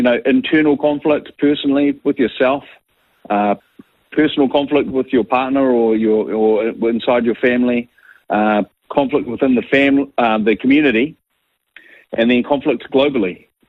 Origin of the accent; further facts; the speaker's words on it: Wellington, New Zealand; now in New Plymouth, New Zealand; Hi, I'm from Wellington, actually. I love Wellington, always lived there 42 years, currently living in New Plymouth, which I also love.